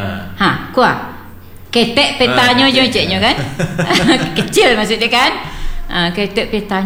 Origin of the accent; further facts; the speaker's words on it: Payakumbuh, West Sumatra, Indonesia; born there; moved away as an adult; now in Natuna, Indonesia; Awak kan di apa tuh tinggal di kampung tuh, nak ada di kampung mana waktu sekolah tuh di Pekumbu, kan di, agak di kota juga kan.